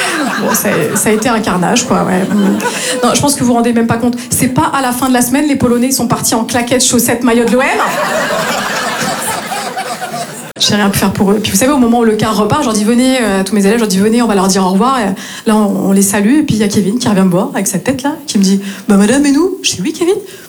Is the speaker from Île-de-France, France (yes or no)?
no; Grand Est, France; now in Marseille, France; Je viens du nord-est de la France. Et je me suis installée ici à Marseille il y a tout juste 3 ans et demi.